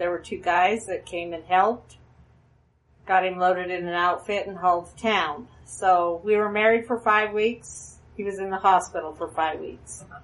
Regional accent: Rainsford, Montana, United States; from Rainsford, Montana. And for those of you who probably don't know where Rainsford is, it is between Great Falls and Lewistown, central Montana. Or if you want to narrow it down a little further, it's between Belt and Geyser.

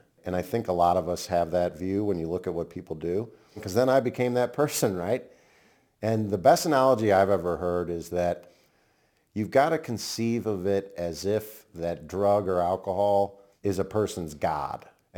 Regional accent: St. Louis, Missouri, United States; born there; I was born in St. Louis, Missouri.

